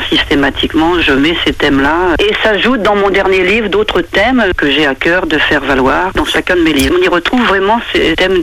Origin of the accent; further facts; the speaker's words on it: Pont-d'Ouilly, Normandy, France; j'y suis née et que j'ai un attachement très fort à la Suisse normande, hein. Je suis née à Pontdouilly, donc en plein milieu de la Suisse normande.